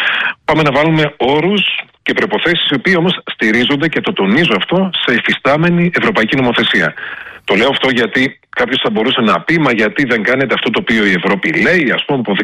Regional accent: Trikala, Thessaly, Greece; Ως τρικαλινός φοιτητής στην Αθήνα, το ξέρω πάρα πολύ καλά

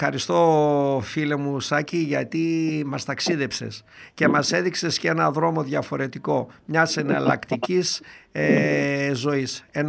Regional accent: Doirani, Central Macedonia, Greece; moved away; εκεί στο χωριό μου στη Δοϊράνη

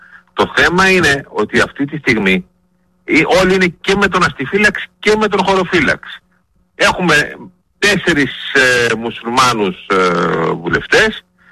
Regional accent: Greece; είμαστε Έλληνες πολίτες

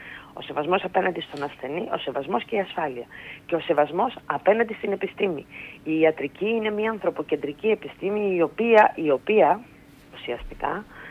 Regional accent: Greece; Ως Έλληνες γιατροί.

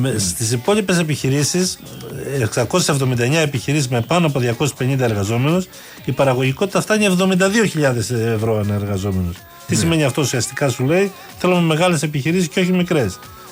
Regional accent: Greece; παράγουμε λίγο ενώ δουλεύουμε πολλές ώρες ως Έλληνες.

